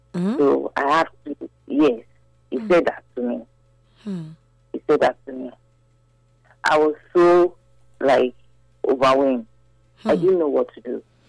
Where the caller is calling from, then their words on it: Benin City, Edo, Nigeria; I'm calling from Benin City.